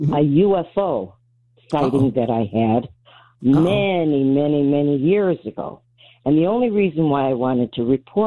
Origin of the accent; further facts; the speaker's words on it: Shaker Heights, Ohio, United States; also born or lived in Pepper Pike; Now, originally, I'm from Shaker Heights, Cleveland, Ohio. And we moved from Shaker Heights out to Pepper Pike.